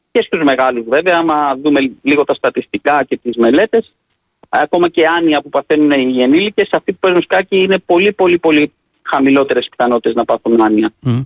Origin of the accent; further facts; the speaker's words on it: Athens, Attica, Greece; moved away as an adult; now in Rhodes, Greece; Δεν είμαι από εδώ, είμαι εκ πεπιθήσεως Ροδίτης. Δηλαδή ήρθα να μείνω εδώ πριν 30 χρόνια και είμαι Ροδίτης